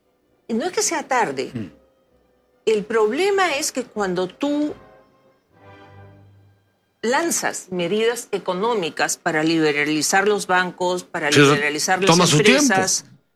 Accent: Peru

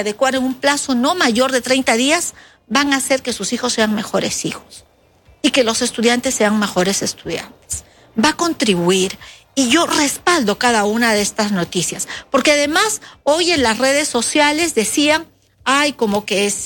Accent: Peru; como peruanos que renovamos nuestra fe

